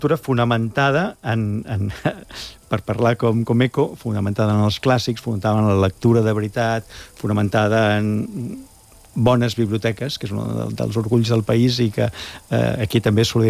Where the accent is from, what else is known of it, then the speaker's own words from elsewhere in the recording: Catalonia, Spain; però com a catalans és una cosa que des de nens